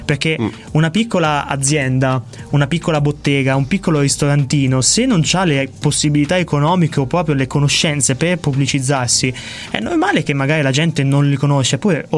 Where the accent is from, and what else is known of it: Marche, Italy